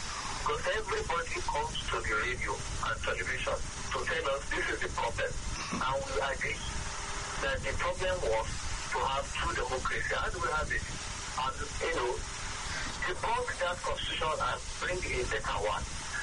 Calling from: Agbado, Ogun, Nigeria; Yes, I'm calling from Abado in Ogun Street.

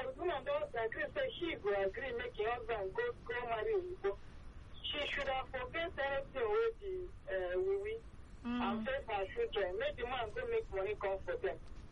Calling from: Lagos, Nigeria; I'm calling from Kirikiri.

